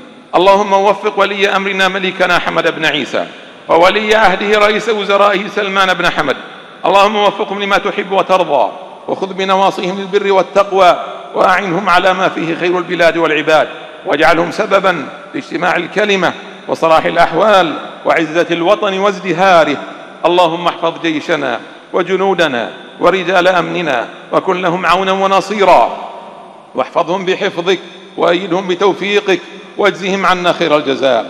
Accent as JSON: {"language": "Arabic", "country": "Bahrain", "said": "بلادنا البحرين"}